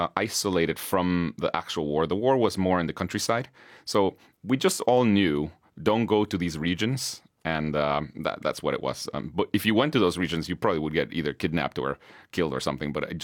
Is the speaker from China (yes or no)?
no; Guatemala; English is a second language; moved away as an adult; also born or lived in United States; now in United Kingdom; And my country in Guatemala